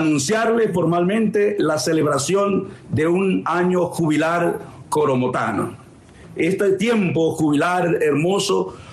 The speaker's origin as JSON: {"language": "Spanish", "country": "Venezuela", "said": "podemos renovarnos espiritualmente todos como venezolanos"}